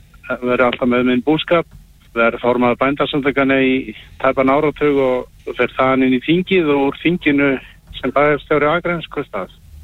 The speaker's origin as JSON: {"language": "Icelandic", "town": "Hvalfjarðarsveit", "region": "Western Region", "country": "Iceland", "tie": "born or raised there", "said": "Þetta er mín heimasveit"}